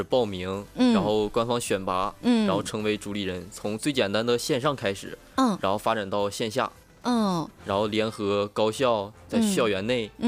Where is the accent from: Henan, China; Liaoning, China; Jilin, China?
Liaoning, China; Dalian; also born or lived in Dandong; 我是大连人。